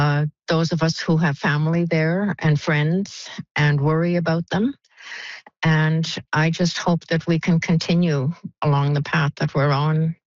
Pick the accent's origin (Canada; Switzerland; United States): Canada; I've never felt more Canadian than I do right now.